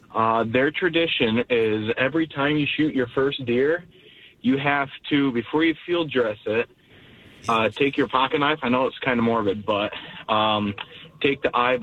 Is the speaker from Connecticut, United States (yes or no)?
no; White Cloud, Michigan, United States; Michigan. I'm about an hour north of Grand Rapids.